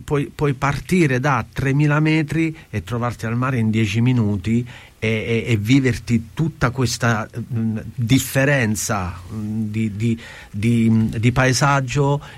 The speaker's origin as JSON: {"language": "Italian", "town": "Atessa", "region": "Abruzzo", "country": "Italy", "said": "è il mio paese, è Atessa in realtà, io vengo da Atessa"}